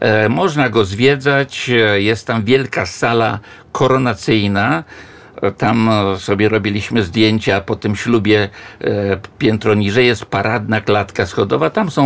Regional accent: Warsaw, Masovian Voivodeship, Poland; moved away as an adult; ja jestem warszawiakiem, który tu w Warszawie przeżył 64 lata.

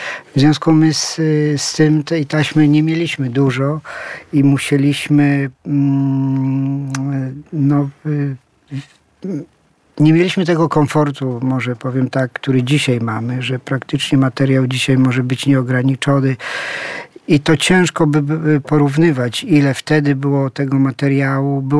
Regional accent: Silesian Voivodeship, Poland; No ja pochodzę ze Śląska. Gdzieś Śląsk mnie wychował, ukształtował, dał tożsamość, poczucie tożsamości.

